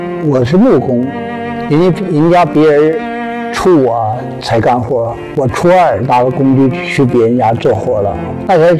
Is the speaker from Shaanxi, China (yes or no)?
no; Jilin, China; 我是来自吉林，来寻找